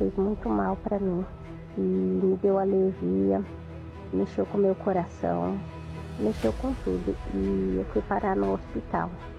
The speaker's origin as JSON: {"language": "Portuguese", "town": "Jacareí", "region": "São Paulo", "country": "Brazil", "said": "sou de Jacareí."}